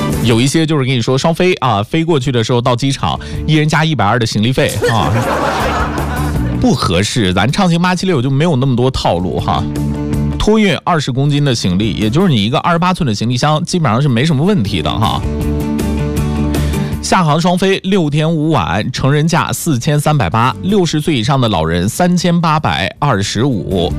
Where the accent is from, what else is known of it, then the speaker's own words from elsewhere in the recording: northern China, China; 因为我是北方人